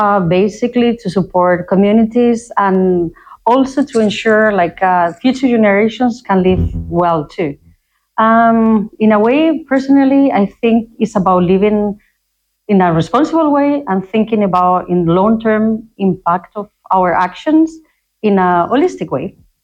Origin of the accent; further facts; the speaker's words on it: Spain; English is a second language; I'm from Spain, from Globus organization.